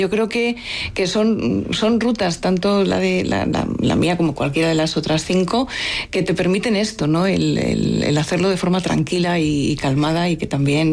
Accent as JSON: {"language": "Spanish", "region": "Castile and León", "country": "Spain", "moved": "yes", "lives_now": "Madrid, Spain", "said": "Tierra de Campos, que es mi tierra"}